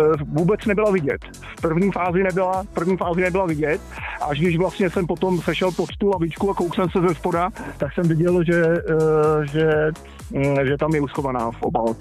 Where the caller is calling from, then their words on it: Příbram, Central Bohemian Region, Czechia; No, já jsem od Příbramy